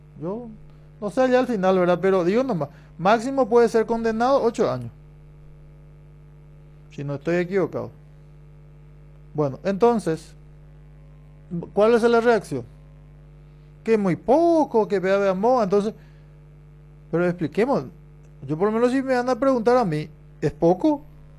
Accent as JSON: {"language": "Spanish", "country": "Paraguay"}